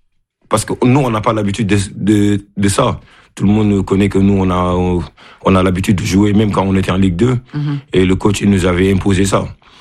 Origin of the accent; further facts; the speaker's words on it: Senegal; moved away as an adult; Comme je dis, on a quitté le Sénégal. J'ai quitté là-bas quand j'avais 18 ans. Et au début, c'était pas facile.